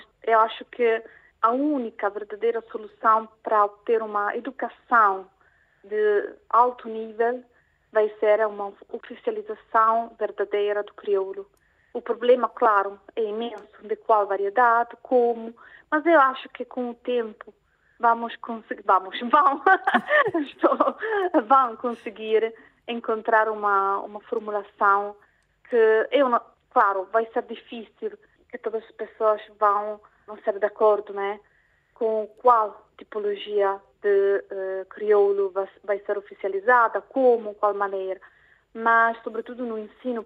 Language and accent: Portuguese; Italy